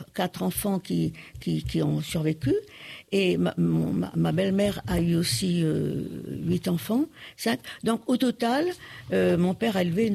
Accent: Réunion, France; Je suis réunionnaise et je le renie pas.

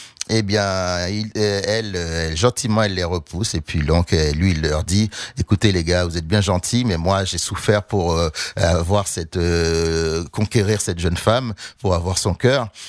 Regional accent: Haiti; moved away; parce que j'aime beaucoup mon pays d'origine, Haïti

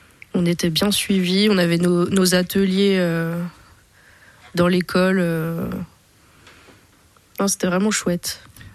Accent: Besançon, Bourgogne-Franche-Comté, France; je suis née à Besançon, donc bisontine à 100%.

